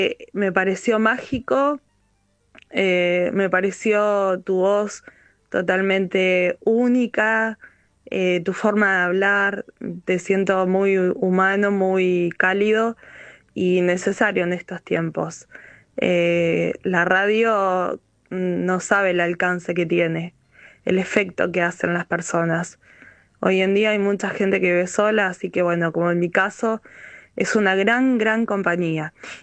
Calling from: Viedma, Río Negro, Argentina; Hablo desde Viedma, Río Negro.

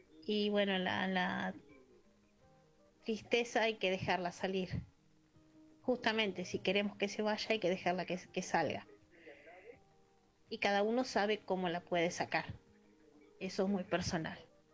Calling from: Caballito, Buenos Aires, Argentina

